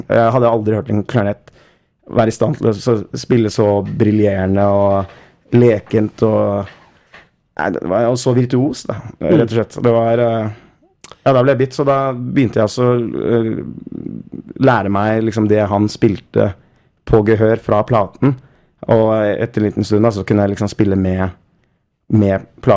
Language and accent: Norwegian; Oslo, Norway; Oslo, Nordstrand i Oslo.